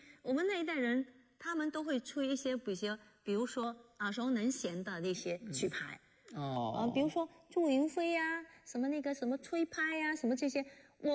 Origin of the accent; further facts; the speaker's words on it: Putian, Fujian, China; 我们这个语言的话一直在鼓励，像我的孩子，在四年级的时候，我发现他不会讲莆田话，我很着急。